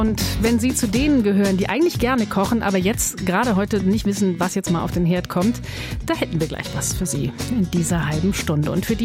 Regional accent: Northern Germany, Germany; als Norddeutsche

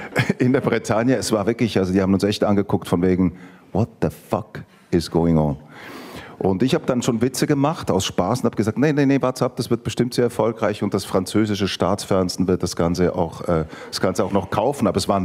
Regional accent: Dietikon, Zurich, Switzerland; first language Greek; German is a second language; ich bin dreisprachig aufgewachsen und hatte dann nochmal, also mein Vater hat witzigerweise Schweizerdeutsch mit uns gesprochen, nicht Italienisch. Italienisch habe ich 10 Meter weiter bei meinem Onkel, seinem Bruder, gelernt.

